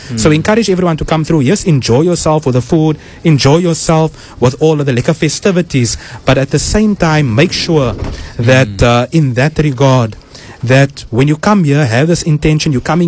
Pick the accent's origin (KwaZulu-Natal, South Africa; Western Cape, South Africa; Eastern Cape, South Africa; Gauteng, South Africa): Western Cape, South Africa; Cape Town; I am from Athlone, Vanguard Estate.